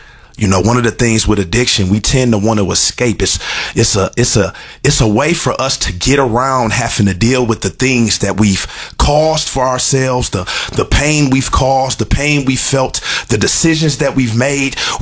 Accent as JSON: {"language": "English", "region": "Michigan", "country": "United States", "said": "I come from Michigan, as we just discussed."}